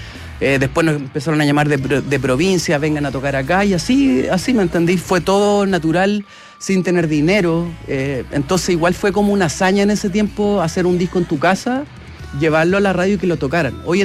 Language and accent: Spanish; San Carlos, Ñuble, Chile; es que nosotros somos de San Carlos, ¿cachai?